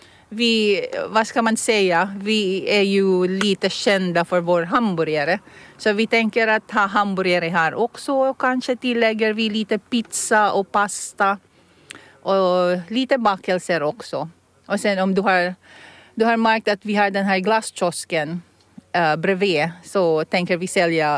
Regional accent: Philippines; first language Tagalog; Swedish is a second language; Lollo betyder morfar eller farfar i mitt språk som är Tagalog. Jag kommer från Filippinerna.

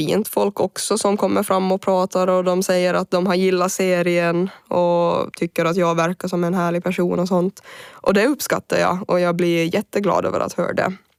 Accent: Ostrobothnia, Finland; now in Åland, Finland; jag är från Österbotten.

